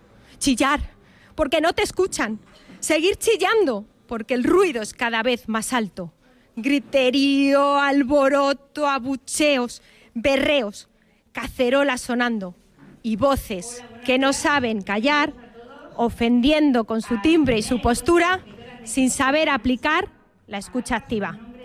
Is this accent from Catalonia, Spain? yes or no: no; Castilla-La Mancha, Spain; Bueno, pues mi pueblo es un pueblo precioso, ¿qué puedo decir? Es un pueblo donde la cultura está emergente, donde está tanto en la calle como en nuestra biblioteca, que es un referente en la zona y en Castilla-La Mancha